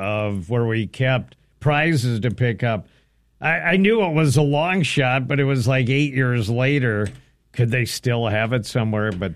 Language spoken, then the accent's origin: English; Willmar, Minnesota, United States; I was a kid, I was working down in Wilmer, my hometown